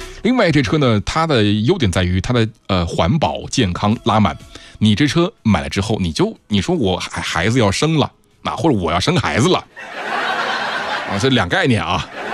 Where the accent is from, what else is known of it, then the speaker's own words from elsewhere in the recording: Inner Mongolia, China; moved away; 就是因为我是来自内蒙的